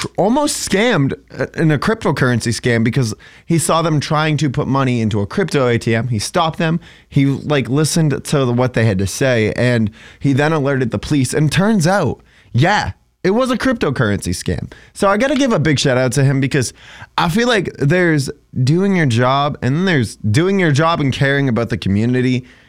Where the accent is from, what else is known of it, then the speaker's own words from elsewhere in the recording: Manchester, New Hampshire, United States; here in my hometown of Manchester.